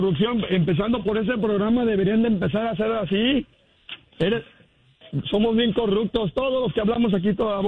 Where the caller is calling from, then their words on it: United States; Yo a la selección la apoyé acá en Estados Unidos hasta donde pude